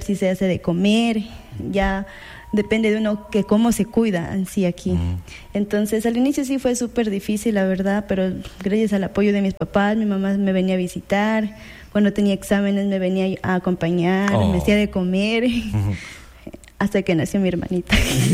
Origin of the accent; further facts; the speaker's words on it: Chaguarpamba, Loja, Ecuador; moved away as an adult; Yo soy de Chahuarpamba